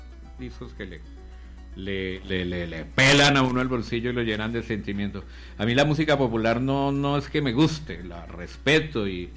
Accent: Cundinamarca, Colombia; como dicen pues ahí en mi pueblo, une Cundinamarca.

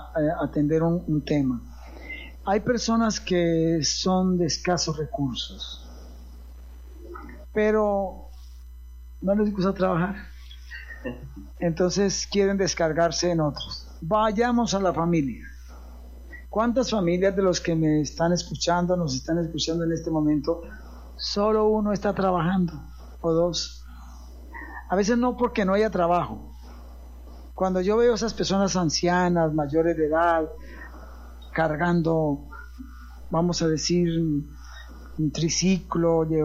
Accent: Colombia; Somos el pueblo colombiano y hoy tenemos esa bendición de identificarnos, no nos sentimos avergonzados de ser colombianos.

